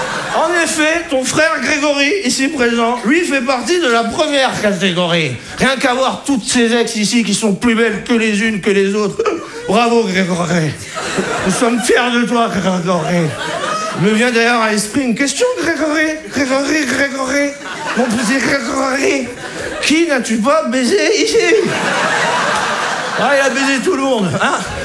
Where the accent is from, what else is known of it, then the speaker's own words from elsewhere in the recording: Grand Est, France; Et comme vous pouvez le constater, je suis alsacien. Voilà. Arabe, acteur, alsacien … dans le métier.